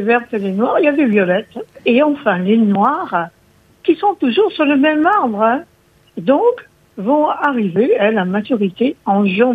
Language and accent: French; Corsica, France; Bon, c'est vrai que chez nous en Corse, on a quand même des bonnes olives, hein.